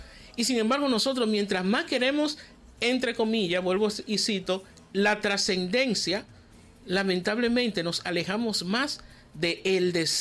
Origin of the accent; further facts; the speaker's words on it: Boca Chica, Santo Domingo, Dominican Republic; moved away; allá en Boca Chica, mi pueblo hermoso.